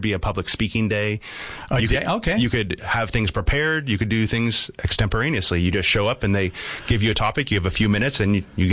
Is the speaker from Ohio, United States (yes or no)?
no; Merced, California, United States; now in Yuma, United States; Originally from Merced, California, so Central Valley, very similar to Yuma.